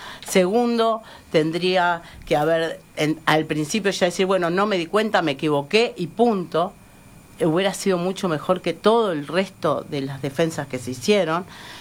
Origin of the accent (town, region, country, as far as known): Uruguay